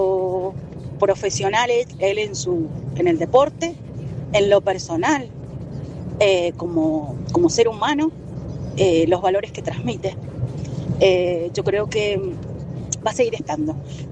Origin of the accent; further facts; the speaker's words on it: Rivadavia, Mendoza, Argentina; Soy del Este, Rivadavia.